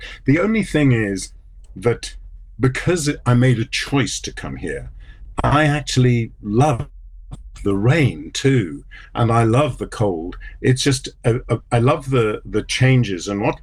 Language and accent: English; South Africa; I did. I grew up in South Africa with weather like this, and it's wonderful.